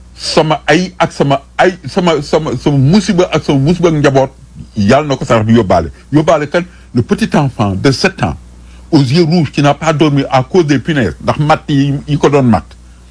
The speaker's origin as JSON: {"language": "French", "country": "Senegal", "said": "en tant que sénégalais"}